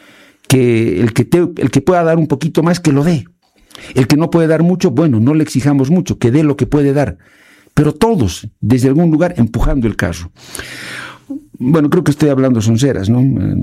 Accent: Bolivia; Eso a mí me gustaría como boliviano y como periodista.

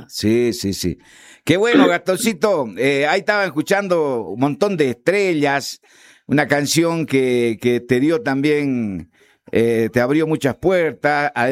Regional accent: Bolivia; somos un país, como te digo, conocido por el mundo como andino, Bolivia

